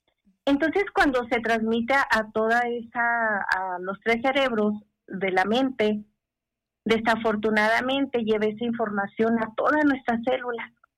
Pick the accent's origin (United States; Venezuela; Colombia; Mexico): Mexico